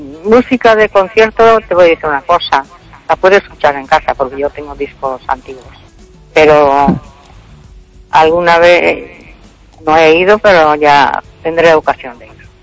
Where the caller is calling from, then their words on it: Vigo, Galicia, Spain; Buenas noches, Esther